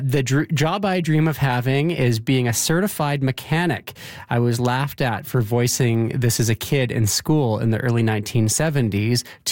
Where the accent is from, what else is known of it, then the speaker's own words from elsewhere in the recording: Victoria, British Columbia, Canada; Because I grew up in Victoria and there are a lot of old buildings there with the copper roofs.